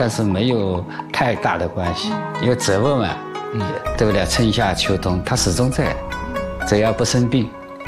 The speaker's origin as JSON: {"language": "Chinese", "town": "Hangzhou", "region": "Zhejiang", "country": "China", "said": "特别是我们杭州人"}